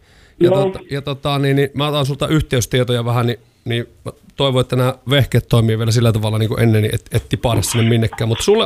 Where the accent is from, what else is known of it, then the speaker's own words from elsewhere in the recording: Pieksämäki, South Savo, Finland; mä oon Pieksämäeltä ja sitten mulla on sukujuuria Nilsiässä ja Kangasniemellä, että tavallaan aika savolaisessa porukassa oot nyt tässä.